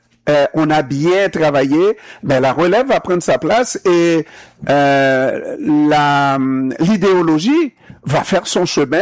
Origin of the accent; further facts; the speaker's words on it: Haiti; also born or lived in Canada; je n'ai rien à dire, je suis haïtien-canadien